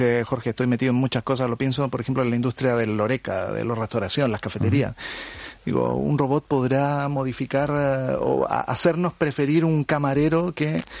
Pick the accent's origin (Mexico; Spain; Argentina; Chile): Chile; southern Chile; Yo vengo del sur de Chile. Uh-huh. Mis padres son panaderos, son pequeños empresarios.